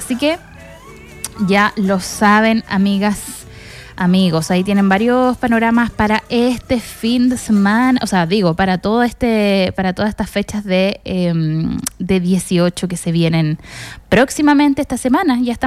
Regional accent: San Vicente de Tagua Tagua, O'Higgins, Chile; now in Rancagua, Chile; las fondas de mi pueblo, amigos, son mejores. No es porque yo sea de San Vicente

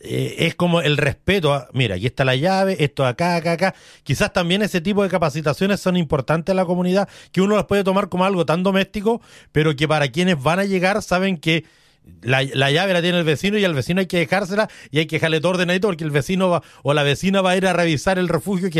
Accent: Araucanía, Chile; para toda la zona de la Araucanía, de donde soy oriundo

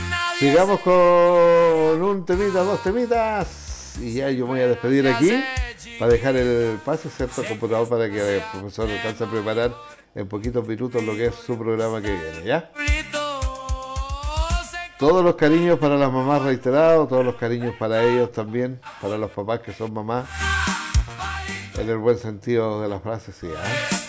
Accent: Chile

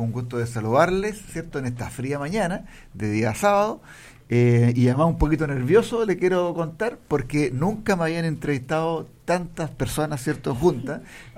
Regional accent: Curicó, Maule, Chile; also born or lived in Hualañé; yo soy de acá, ¿cierto? Yo soy gualañecino, pero me crié toda mi vida en Curicó, pero obviamente soy del distrito 17, que se llama, que es la provincia de Curicó y la provincia de Talca.

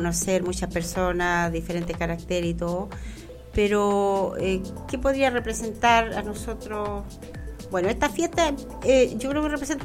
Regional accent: Romeral, Maule, Chile; now in Curicó, Chile; Yo la verdad que nací en Curicó, pero hasta los 15 años vivía en Romeral. Pero desde entonces ya soy, me creo una curicana.

